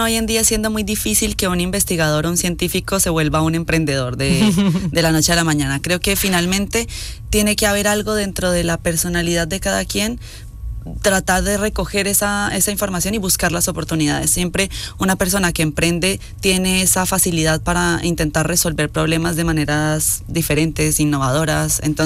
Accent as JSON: {"language": "Spanish", "country": "Colombia", "said": "Yo en Colombia había tenido la oportunidad de trabajar, porque yo soy colombiana"}